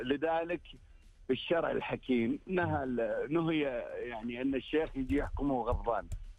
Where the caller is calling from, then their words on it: Riyadh, Riyadh Province, Saudi Arabia; من الرياض. الله يطول.